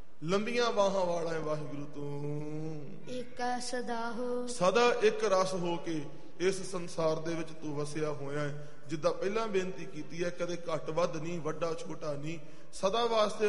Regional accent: Punjab, India; moved away; ਜਿਵੇਂ ਅਸੀਂ ਜੰਮੇ ਪਲੇ ਪੰਜਾਬ ਦੇ ਹਾਂ, ਜਦੋਂ ਅਸੀਂ ਬਾਹਰ ਆਉਂਦੇ ਹਾਂ ਅਸੀਂ ਕਹਿੰਦੇ ਹਾਂ ਇਹ ਕੈਨੇਡਾ ਵਿਦੇਸ਼ ਗਿਆ ਹੋਇਆ

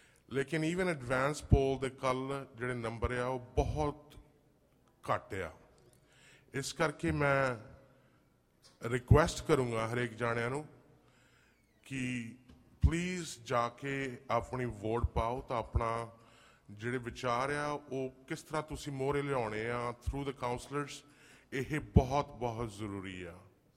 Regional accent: New Westminster, British Columbia, Canada; ਮੈਂ ਨਿਊਵੈਸਟ ਤੋਂ ਹਾਂ

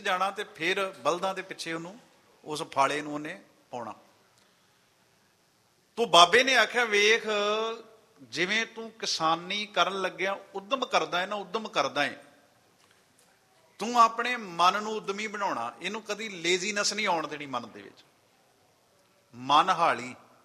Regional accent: Patti, Punjab, India; ਮੈਂ ਖੁਦ ਪੱਟੀ ਦਾ ਰਹਿਣ ਵਾਲਾ।

